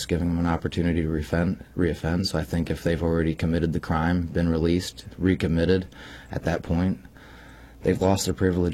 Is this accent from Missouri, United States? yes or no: yes; Irondale, Missouri, United States; also born or lived in Festus; now in Farmington, United States; I grew up out in Irondale, actually, small town, 374 people. Then I moved up to Festus for about 7 years and then came back down to Farmington and bought a small farm, almost 20 acres, raising my family and three kids out there